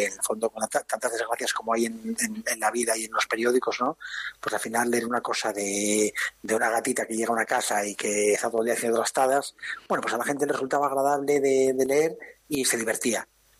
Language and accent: Spanish; Asturias, Spain; yo me los llevo de viaje cuando voy a Asturias, sabes que soy asturiano